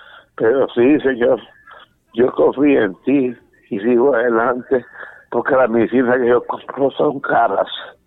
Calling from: Comayagua, Honduras; soy de Comayagua, vivo en la colonia de Barriapa.

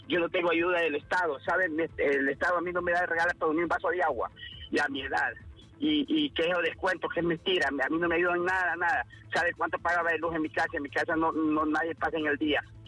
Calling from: Comayagua, Honduras; Yo soy un pequeño emprendedor. Tengo 63 años de edad y yo vivo en Comayagua.

